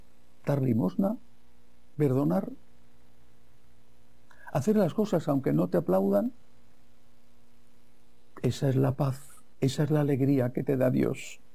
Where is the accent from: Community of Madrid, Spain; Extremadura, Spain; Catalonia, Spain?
Community of Madrid, Spain; Madrid; moved away; San Isidro Labrador, el santo patrono de mi ciudad natal, de Madrid, un día de fiesta para todos los madrileños, aunque, como es mi caso, estemos lejos.